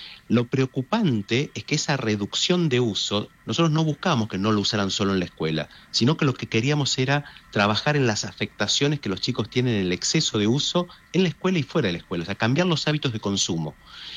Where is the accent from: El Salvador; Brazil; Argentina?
Argentina; votación internacional, o sea, el que quiera porque somos argentinos, o porque conozca el colegio